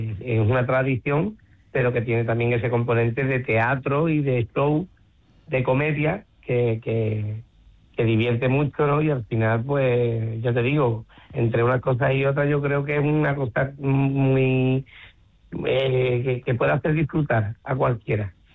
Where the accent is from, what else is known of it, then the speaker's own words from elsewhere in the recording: Seville, Andalusia, Spain; nosotros somos de Sevilla